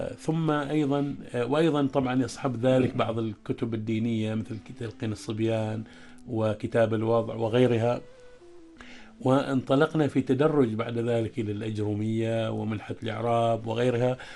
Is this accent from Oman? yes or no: yes; Ibra, North Ash Sharqiyah, Oman; أذكر من أساتذتي في أيام الصغر وأنا في قريتي، قرية الصباخ في ولاية إبرة،